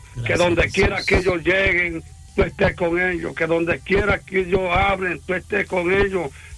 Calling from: La Romana, Dominican Republic; aquí en la Romana

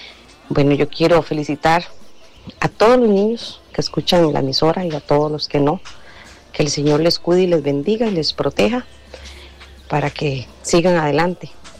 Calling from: Tulín, Costa Rica; de Tulín.

